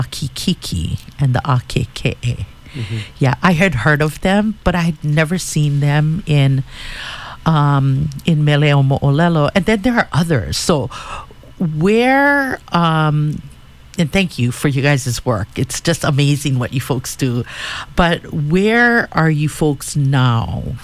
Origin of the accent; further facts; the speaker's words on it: Kauai, Hawaii, United States; Born and raised on Kauai